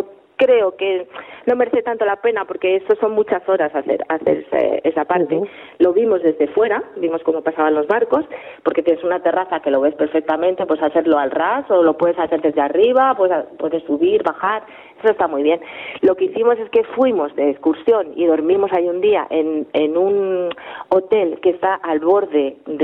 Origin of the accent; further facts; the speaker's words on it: Spain; siendo español, o española, tienes el estándar muy alto de playas, ¿eh? Porque tenemos playas muy buenas.